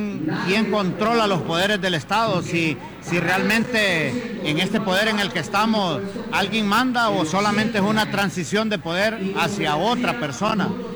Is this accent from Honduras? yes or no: yes; Honduras; lo menos que nosotros queremos como hondureños es que el Ministerio Público en Honduras tome esos audios